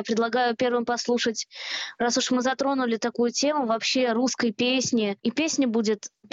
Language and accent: Russian; Kumertau, Bashkortostan, Russia; moved away; родом я вообще сама из Башкирии, из города Кумертау, такой небольшой городок.